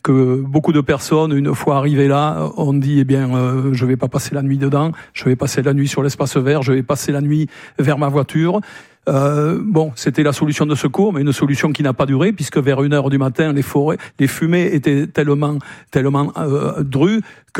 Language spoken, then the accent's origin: French; Nouvelle-Aquitaine, France; dans ma région d'origine, du côté de Mousteil, dans la Haute-Lande